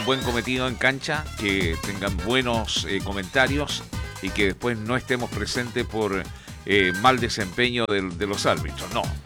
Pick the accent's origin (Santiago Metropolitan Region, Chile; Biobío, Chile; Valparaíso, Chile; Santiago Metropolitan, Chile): Valparaíso, Chile; Viña del Mar; nos vamos a sentir orgullosos como chilenos, pero principalmente como viñamarino.